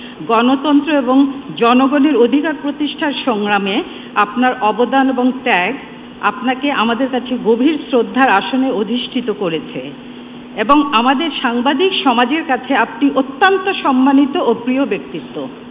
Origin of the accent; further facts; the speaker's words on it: Sylhet Division, Bangladesh; সিলেট আমার জন্মভূমি, আমার শিকড় এবং আমার গ্রামের নাম ভাদেশ্বর